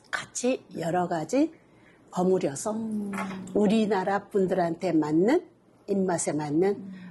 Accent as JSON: {"language": "Korean", "town": "Haenam", "region": "South Jeolla", "country": "South Korea", "tie": "born or raised there", "also_born_or_lived": "Gwangju / Cheongju", "lives_now": "Gurye, South Korea", "said": "원래는 저는 해남이고"}